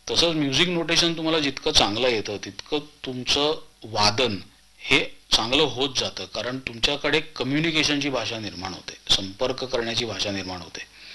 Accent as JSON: {"language": "Marathi", "region": "Maharashtra", "country": "India", "said": "म्हणजे मी मराठी भाषिक आहे"}